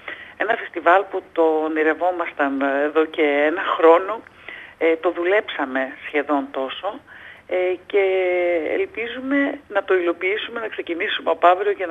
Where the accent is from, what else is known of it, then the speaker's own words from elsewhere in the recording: Greece; η χώρα μας